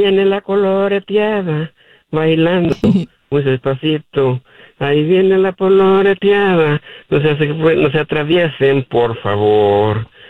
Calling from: Austin, Texas, United States; De aquí le hablo de Austin, Texas.

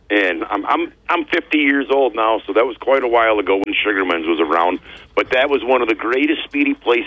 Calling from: Conklin, New York, United States; from Conklin.

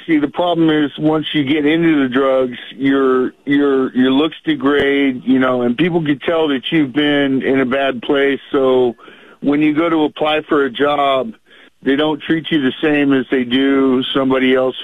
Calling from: Oregon, United States; I'm from Oregon, and we've been dealing with a lot of homeless down here.

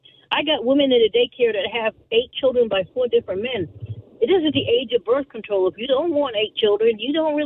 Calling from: New York, United States; I'm a New Yorker and I'm from a Trinity background.

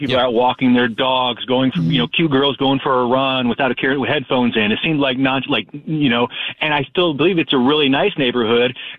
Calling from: Peoria, Illinois, United States; No, I'm from Peoria, Illinois.

